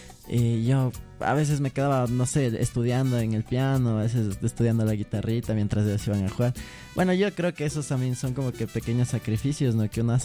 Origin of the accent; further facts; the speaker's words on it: Atuntaqui, Imbabura, Ecuador; Pero no, nunca me imaginé como salir de mi barrio, sino yo soy de Imbabura